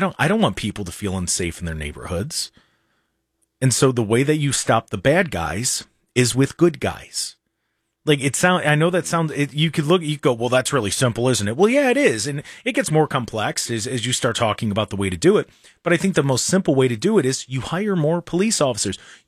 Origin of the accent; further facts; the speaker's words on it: Lodi, United States; I grew up, I was lucky enough, growing up in Lodi, there was always a cop sitting at the park.